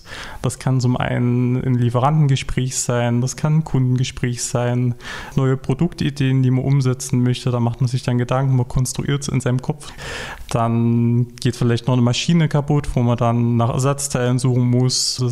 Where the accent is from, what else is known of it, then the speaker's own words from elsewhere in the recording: Rotenkirchen, Saxony, Germany; Ich komme aus Rotenkirchen, das ist im Vogtland.